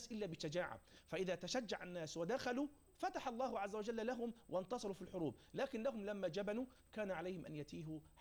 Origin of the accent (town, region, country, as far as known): Egypt